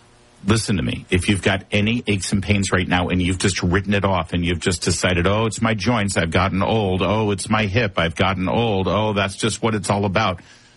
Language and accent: English; California, United States; born there; moved away as an adult; now in Washington, D.C., United States; And my kids live in California. I'm from California, lived there since I was 13. California is important to me